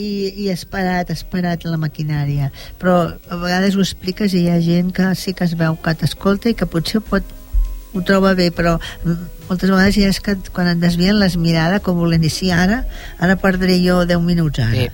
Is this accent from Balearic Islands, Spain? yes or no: no; Catalonia, Spain; som catalans